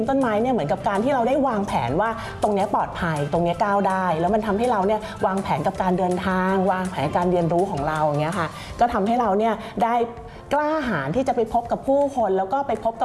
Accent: Bangkok, Thailand; นะคะเกิดและเติบโตในกรุงเทพเนาะบ้านก็เป็นบ้านตึกแถวแล้วก็ชอบเล่นมากๆเลย

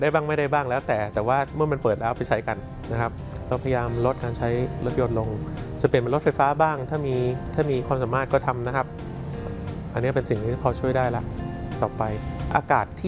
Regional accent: Bangkok, Thailand; จริงๆแล้วเนี่ยเราเองคนกรุงเทพไม่ได้หมายความว่าเราจะยุ่งเฉพาะฝุ่นกรุงเทพนะ

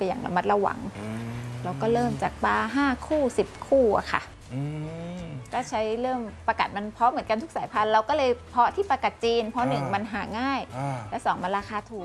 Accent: Nakhon Pathom, Thailand; born or raised there

